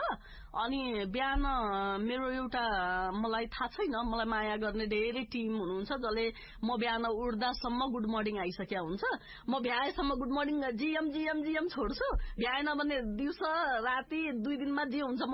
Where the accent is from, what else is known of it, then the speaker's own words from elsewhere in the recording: Dang, Lumbini Province, Nepal; मेरो दाङ देशलाई